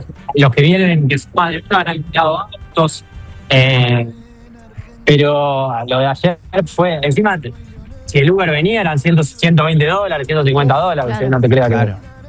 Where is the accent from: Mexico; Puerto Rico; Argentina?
Argentina; Rosario, Santa Fe; Somos de Rosario, de Boom.